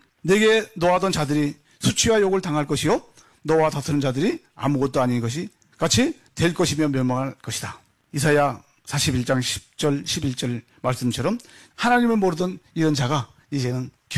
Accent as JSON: {"language": "Korean", "country": "North Korea", "lives_now": "South Korea", "said": "그래서 제가 기자회견 할게 해서 나는 북한 놈 맞아. 그렇게 폭로해버렸어요."}